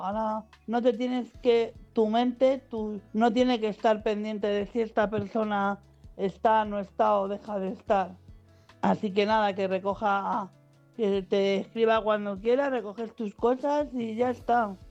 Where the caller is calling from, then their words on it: Madrid, Community of Madrid, Spain; de Madrid.